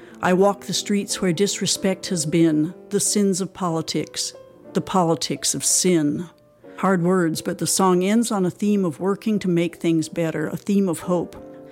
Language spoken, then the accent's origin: English; United States; I am an American.